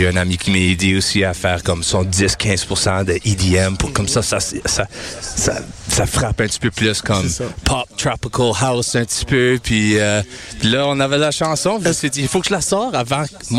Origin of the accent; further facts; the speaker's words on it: Winnipeg, Manitoba, Canada; On est des Winnipegois, hein?